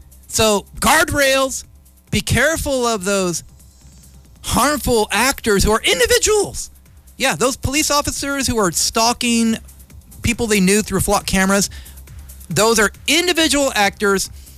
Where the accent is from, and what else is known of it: United States